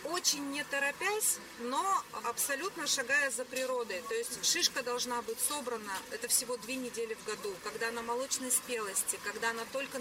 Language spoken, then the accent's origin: Russian; Sverdlovsk Oblast, Russia; born or raised there